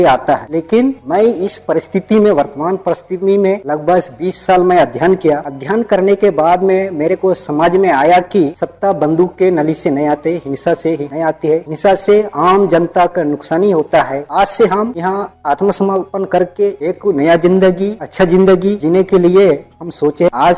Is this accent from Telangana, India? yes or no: no; Gadchiroli district, Maharashtra, India; ग्राम झंडेपार, तहसील कोरची, जिला गढ़चिरौली, महाराष्ट्र राज्य का रहने वाला हूँ।